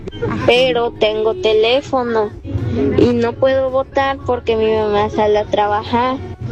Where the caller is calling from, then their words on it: Huejutla, Hidalgo, Mexico; de Huejutla.